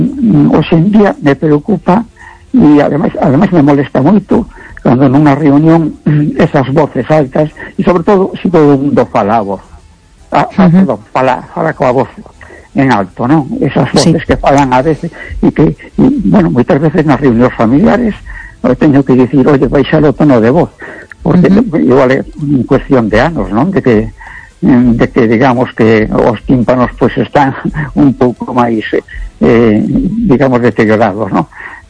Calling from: A Coruña, Galicia, Spain; de Coruña.

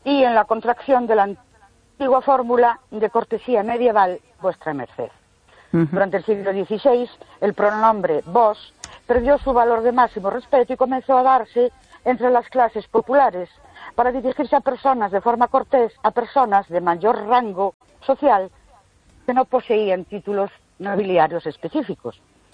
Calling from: Ourense, Galicia, Spain; de Ourense.

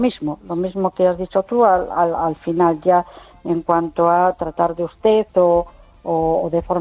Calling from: A Coruña, Galicia, Spain; de La Coruña.

